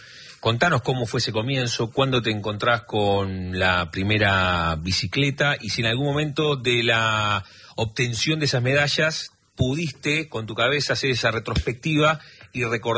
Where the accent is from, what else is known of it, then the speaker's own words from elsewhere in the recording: Argentina; no son de venir tanto para acá como los argentinos vamos para allá.